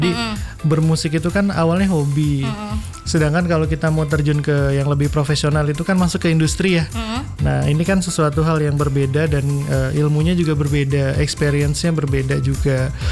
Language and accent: Indonesian; Cirebon, West Java, Indonesia; Saya asli orang Cirebon sebetulnya.